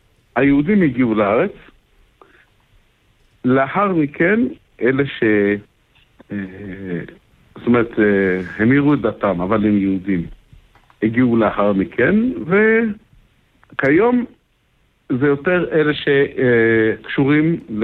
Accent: Kfar Chabad, Central District, Israel; אני גדלתי בחב"ד.

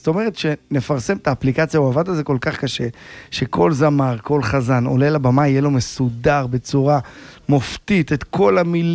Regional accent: Jerusalem, Jerusalem District, Israel; גדלנו בירושלים

